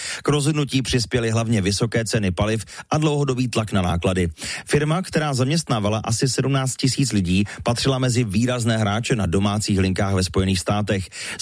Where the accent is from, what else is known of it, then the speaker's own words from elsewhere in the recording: Zlín, Zlín Region, Czechia; já jsem z Lína